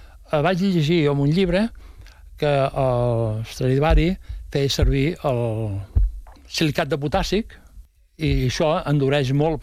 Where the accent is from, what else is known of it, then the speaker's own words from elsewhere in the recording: Marrampinyo, Catalonia, Spain; jo soc de Marrampinyo, sabeu on és? Montcada Reixac, entre Montcada Reixac i la Llagosta hi ha Marrampinyo.